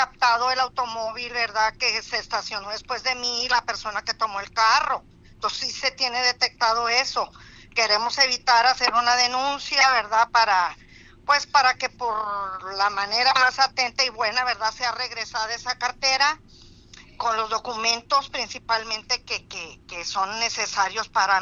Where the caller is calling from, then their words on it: Palau, Coahuila, Mexico; vivo en Palau, Coahuila